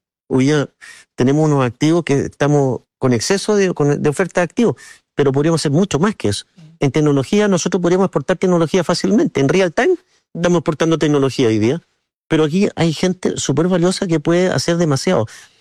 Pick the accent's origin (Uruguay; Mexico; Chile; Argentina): Chile; moved away as an adult; now in Madrid, Spain; pero soy chileno. Después, soy miembro de la Junta, pero primero soy chileno.